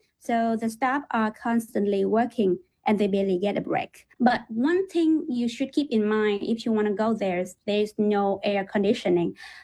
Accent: Vietnam; English is a second language; I am not really nervous because I'm from Vietnam.

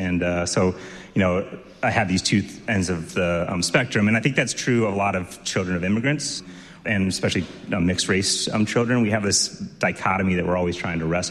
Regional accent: St. Louis, Missouri, United States; I grew up in a restaurant, which helped a lot. I am from St. Louis, Missouri. I was born and raised

